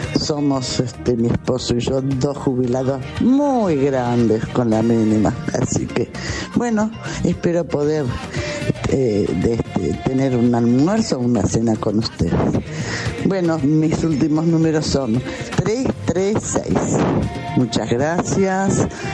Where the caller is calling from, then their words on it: Buenos Aires, Argentina; de Monte Castro